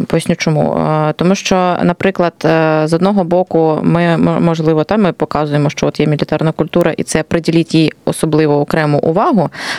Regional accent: Donbas, Ukraine; Я з Донбасу

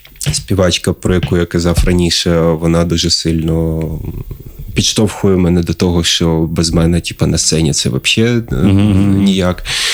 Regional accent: Uzhhorod, Zakarpattia Oblast, Ukraine; now in Kyiv, Ukraine; Поїхали в Ужгород, оскільки я родом з Ужгорода

